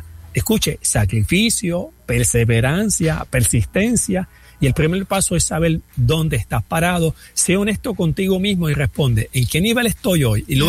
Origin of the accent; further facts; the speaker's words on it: Puerto Rico; presentando su proyecto a nuestro país en Puerto Rico